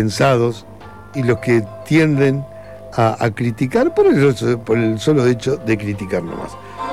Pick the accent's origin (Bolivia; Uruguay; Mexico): Uruguay